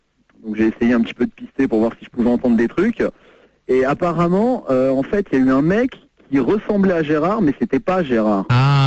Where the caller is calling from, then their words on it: La Queue-en-Brie, Île-de-France, France; J'appelle de la Queue-en-Brioche.